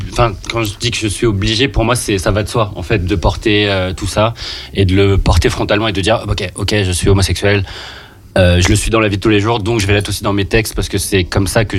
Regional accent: Paris, Île-de-France, France; J'ai peut-être parce que je suis de Paris, j'ai dû dire un peu PSG instinctivement

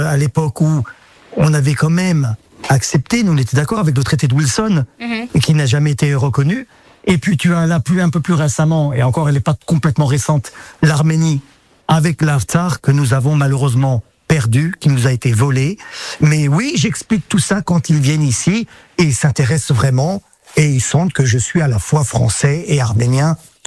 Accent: Alfortville, Île-de-France, France; moi, j'ai vécu qu'à Alfortville, hein, j'ai grandi à Alfortville.

